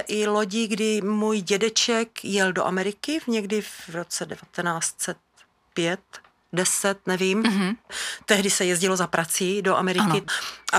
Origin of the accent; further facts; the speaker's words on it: Uherské Hradiště, Zlín Region, Czechia; A když řekneme, že jsme z Uherského Hradiště, tak každý ví.